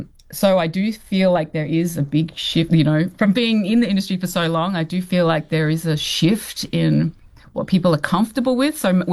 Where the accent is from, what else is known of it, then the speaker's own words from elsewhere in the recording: Ipswich, Queensland, Australia; Well, I think I grew up in Ipswich outside of Brisbane in Australia. So I've actually, we came over in the late 70s, and so there weren't many other Samoan families around then.